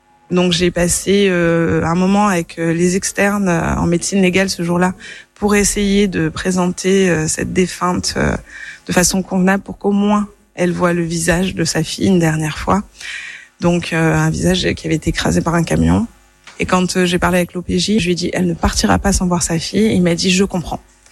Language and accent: French; Nice, Provence-Alpes-Côte d'Azur, France; born there; Je suis sur Nice depuis que j'ai 8 ans.